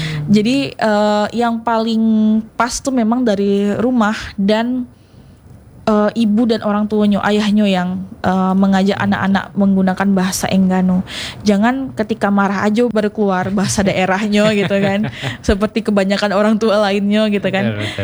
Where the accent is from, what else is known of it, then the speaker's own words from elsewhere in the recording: Bengkulu, Indonesia; born there; Orang tua saya itu, ibu saya Sunda, bapak saya Jawa. Saya lahir di Bengkulu, tapi saya tidak bisa bahasa Rejang, tidak bisa bahasa Serawai, tidak bisa bahasa Lembak.